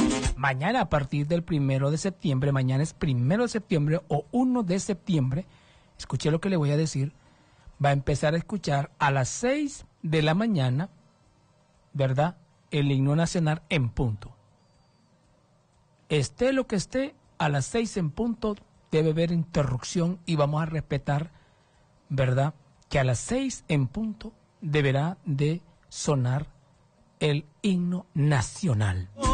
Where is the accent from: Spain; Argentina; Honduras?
Honduras; nosotros somos hondureños